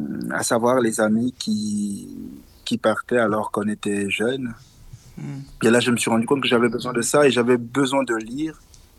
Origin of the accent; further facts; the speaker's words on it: Mouila, Ngounié, Gabon; moved away as an adult; also born or lived in Libreville, Gabon; now in France; Quand on sait que je viens du Gabon, quand on sait que je suis né Pounou mais que je parle français, quand on sait que je suis né là-bas mais que je vis ici